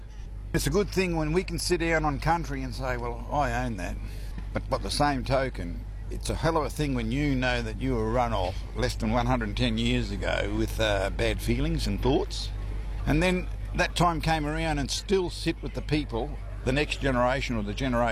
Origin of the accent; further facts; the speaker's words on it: Queensland, Australia; I'm Gurang man from the Kabyan Ocean.